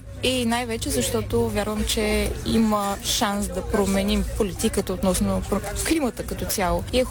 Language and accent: Bulgarian; Burgas, Burgas Province, Bulgaria; Да, аз съм си от Бургас.